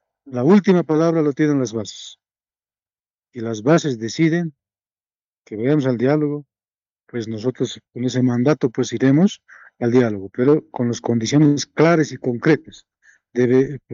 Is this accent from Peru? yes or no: no; Bolivia